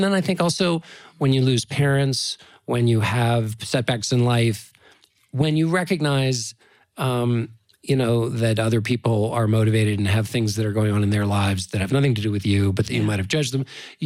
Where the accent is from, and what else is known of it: Washington, District of Columbia, United States